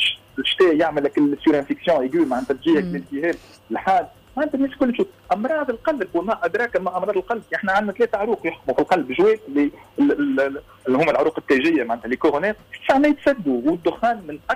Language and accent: Arabic; Tunisia; انا تونسي